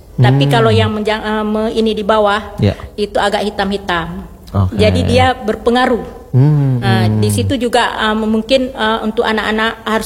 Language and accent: Indonesian; Aceh, Indonesia; Ada produk unggulnya di daerah kita Aceh, ada produk unggulnya itu tudung saji.